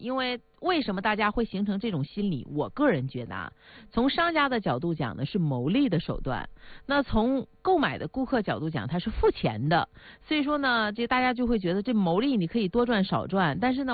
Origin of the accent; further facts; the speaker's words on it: Northeast China, China; accent: Northeastern Chinese; 虽然不抹零我们能够接受，但是反向抹零心里还是很不舒服的，用我们东北话说挺膈应啊。